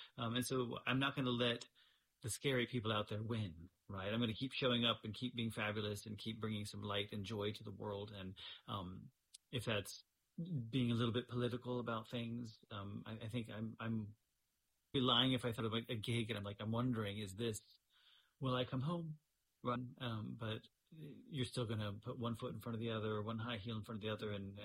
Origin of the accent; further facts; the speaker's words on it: Indiana, United States; they were married in my hometown church in central Indiana